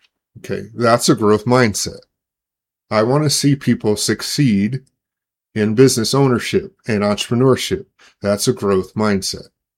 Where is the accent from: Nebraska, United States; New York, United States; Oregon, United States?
Nebraska, United States; Omaha; now in Denver, United States; Omaha, Nebraska, which happens to be my hometown.